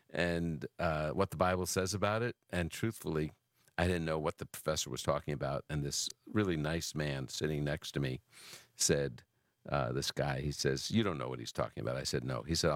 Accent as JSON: {"language": "English", "region": "New York", "country": "United States", "said": "That you know, I am from New York, you know, and sometimes in New York, it's like, hey, come on, just"}